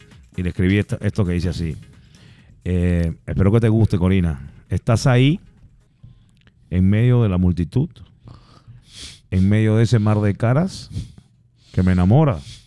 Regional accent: Maracaibo, Zulia, Venezuela; Yo soy de Maracaibo.

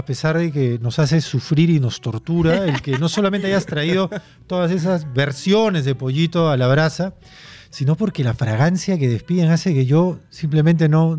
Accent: Peru; nuestra identidad como peruanos.

